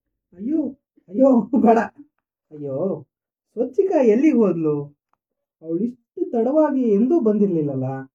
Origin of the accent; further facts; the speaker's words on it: Kolar, Karnataka, India; accent: Kolar Kannada; ಇದನ್ನ ಕನ್ನಡ ಕೋಲಾರ ಭಾಷೆ ಬಂದ್ಬಿಡ್ತಲ್ಲ